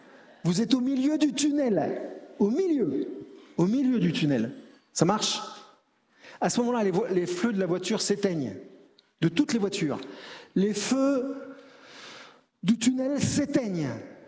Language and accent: French; Paris, Île-de-France, France; je suis parisien